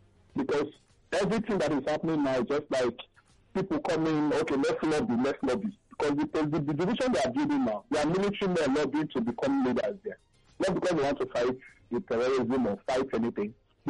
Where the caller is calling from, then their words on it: Awoyaya, Lagos, Nigeria; I'm calling from Awoyaya in Lagos.